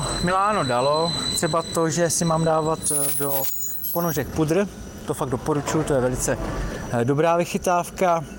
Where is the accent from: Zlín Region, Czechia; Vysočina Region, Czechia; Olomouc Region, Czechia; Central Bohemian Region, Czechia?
Vysočina Region, Czechia; Třebíč; born there; já jsem z Třebíče, že jo, Třebíče je takový hokejový město